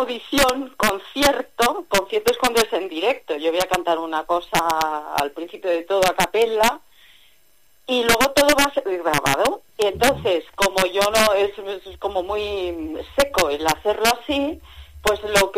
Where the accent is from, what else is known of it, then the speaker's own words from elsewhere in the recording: Lagartera, Castilla-La Mancha, Spain; tenemos un concierto en Lagartera de Zarzuela, Lagartera, lo de Lagarterana, somos, venimos todos de Lagartera